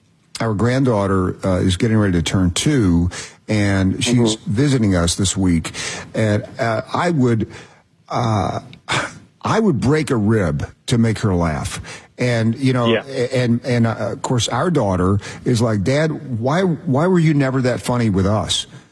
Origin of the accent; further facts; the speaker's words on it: Knoxville, Tennessee, United States; I'm originally from Knoxville.